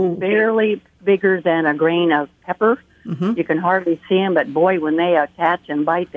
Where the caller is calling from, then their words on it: Beatrice, Nebraska, United States; from Beatrice.